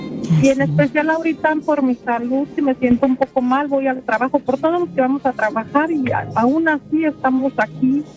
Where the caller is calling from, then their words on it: Chicago, Illinois, United States; de Chicago.